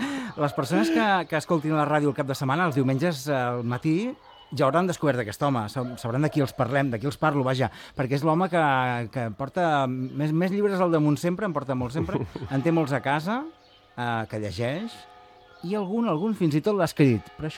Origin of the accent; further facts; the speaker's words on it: Gironella, Catalonia, Spain; born there; jo en tinc més d'un. Mira, jo tinc el que vaig néixer, que és Gironella, el Berguedà, que és poble.